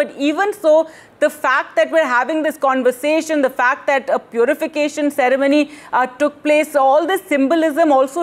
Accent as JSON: {"language": "English", "region": "Uttarakhand", "country": "India", "said": "I'm from Uttarakhand"}